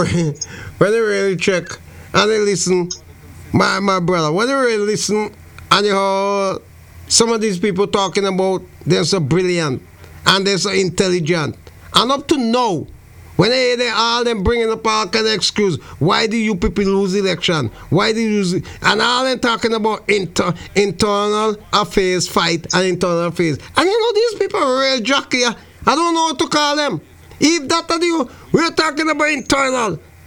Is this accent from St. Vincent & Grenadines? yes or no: yes; St. Vincent & Grenadines; Dungan St. Vincent on the ground is my hometown.